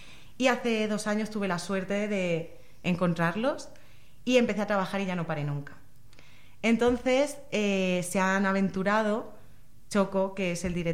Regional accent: Villena, Valencian Community, Spain; En Villena, no sé si será porque soy de Villena y no soy objetiva

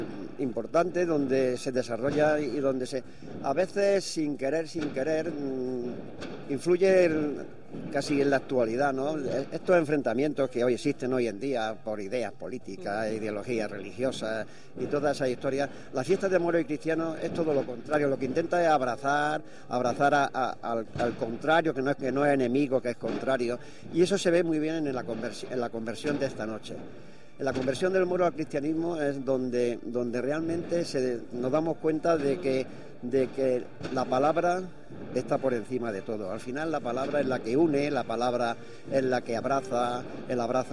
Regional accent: Villena, Valencian Community, Spain

